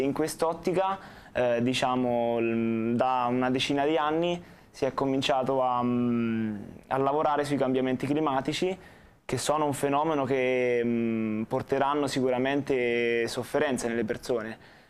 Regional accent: Jesi, Marche, Italy; Io sono di Iesi

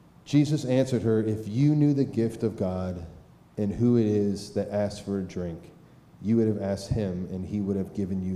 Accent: Philadelphia, Pennsylvania, United States; This is like, I grew up in Philadelphia.

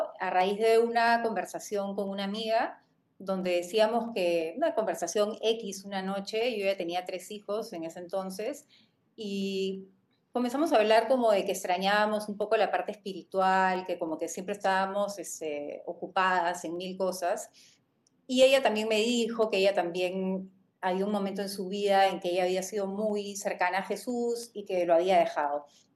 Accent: Peru; Mira, soy peruana, soy casada, tengo cuatro hijos

